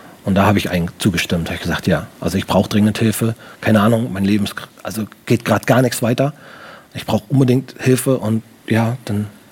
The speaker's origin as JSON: {"language": "German", "region": "Baltic coast", "country": "Germany", "said": "Ich komme aus der Nähe von der Ostsee."}